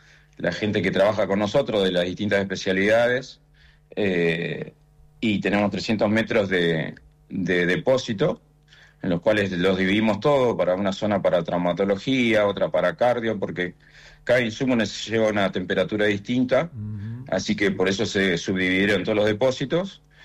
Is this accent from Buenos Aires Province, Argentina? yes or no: no; Trelew, Chubut, Argentina; moved away as an adult; also born or lived in Gaiman / Comodoro Rivadavia; now in Buenos Aires, Argentina; Sí, porque me formé acá, hice el secundario acá, la universidad en Comodoro, así que soy de acá y realmente mi sentimiento está en Chubut, en Trelew, donde tengo todos mis amigos, mi familia